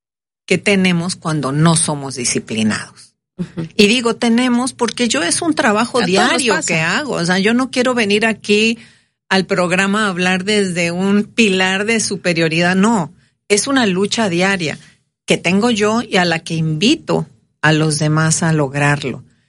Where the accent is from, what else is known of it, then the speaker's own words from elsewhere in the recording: Mexico; somos latinos, mexicanos, felices